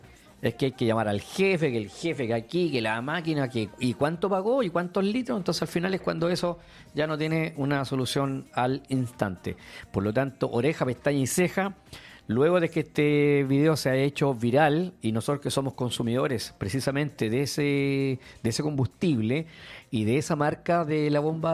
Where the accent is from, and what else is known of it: Chile